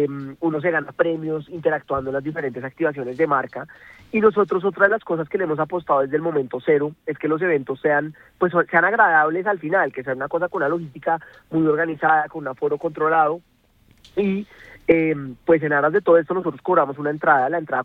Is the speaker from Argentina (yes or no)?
no; Colombia; Nosotros al final pues somos colombianos, nos mueve mucho como todo lo que sea nuestro.